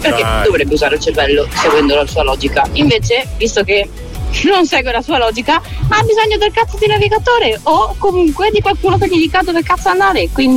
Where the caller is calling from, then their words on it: Veneto, Italy; da Veneta